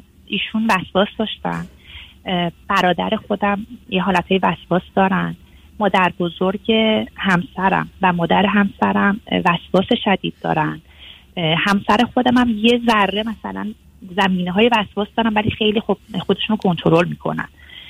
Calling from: Germany; ما از آلمان هستیم آقای دکتر.

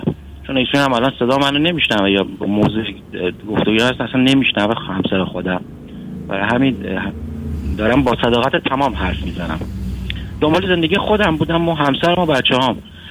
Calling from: Iran; چون از ایران تماس میگیرم. از ایران هستم.

